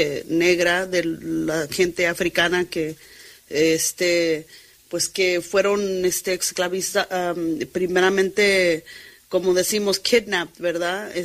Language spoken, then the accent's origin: Spanish; United States; habla de nuestras historias como chicanos, como gente de pueblos indígenas originarios de México, pero que también han cruzado fronteras y batallado para este país.